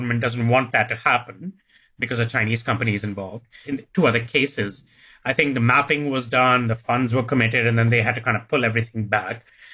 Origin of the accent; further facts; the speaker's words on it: India; So I'm from India, for example